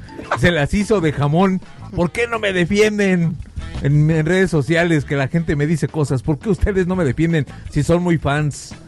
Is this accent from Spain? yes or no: no; Mexico; Sí, pues como buen mexicano, la neta.